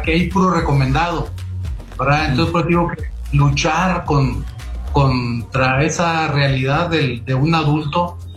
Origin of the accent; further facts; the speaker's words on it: Saltillo, Coahuila, Mexico; Aunque tenía 9 años, y la primera vez que salí de Saltillo y fui a un estadio allá en Monterrey